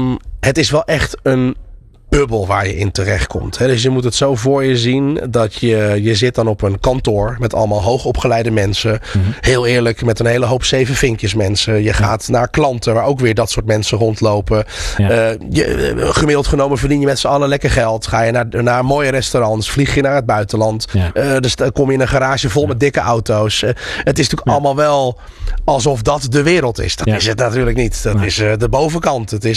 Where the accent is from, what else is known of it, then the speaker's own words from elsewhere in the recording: North Holland, Netherlands; born there; also born or lived in Zaandam; ik ben geboren in Ossaan. Ik ging in Zaandam naar de binnenbare school.